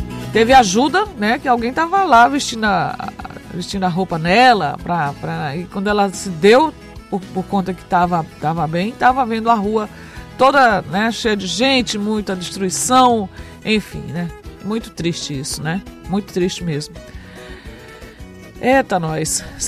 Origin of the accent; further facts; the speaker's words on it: Brazil; Nós somos brasileiros.